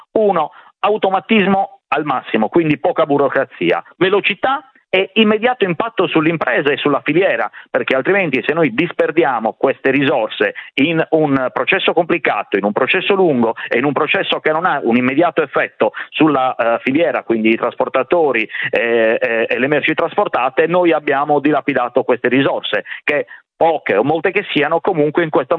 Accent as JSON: {"language": "Italian", "region": "Sardinia", "country": "Italy", "said": "da sardo e da rappresentante di imprese sarde, c'è il tema dell'insularità"}